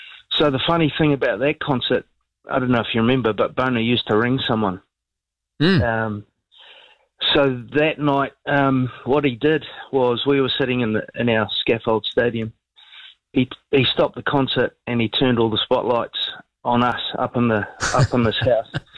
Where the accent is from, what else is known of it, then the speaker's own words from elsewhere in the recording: Auckland, New Zealand; I grew up in Auckland and got to go to lots of concerts, I guess.